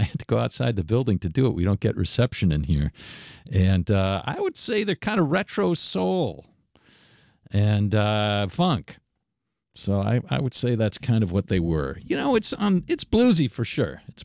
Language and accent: English; Detroit, Michigan, United States; now in Central New York, United States; she came from my hometown of Detroit, or Detroit, as people say.